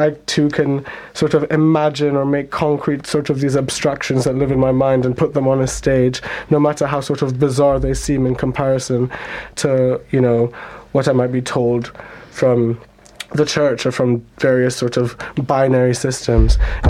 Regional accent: Jamaica; moved away; I grew up in Jamaica

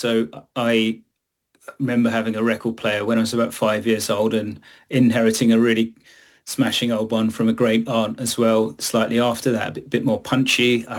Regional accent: London, United Kingdom; also born or lived in Greenwich, London / Nice, France / New York City, United States; So I was born in Greenwich originally, which is the borough I currently live in, but I spent much of my early life in Greater London in a borough called Bexley. And I've lived in Southeast London for much of my life, although I've lived overseas for periods in Nice in the south of France and also in New York City.

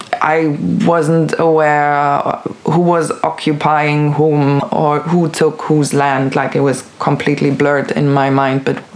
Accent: Germany; Growing up in Germany is a little bit weird. I'd say, like, I grew up relatively Jewish.

